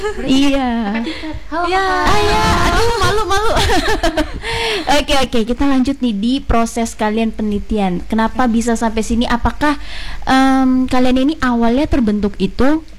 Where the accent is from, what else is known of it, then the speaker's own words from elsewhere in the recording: Jakarta, Indonesia; also born or lived in Medan; aku juga dari Medan. Tapi aku gak besar di Medan. Aku di Jakarta besarnya.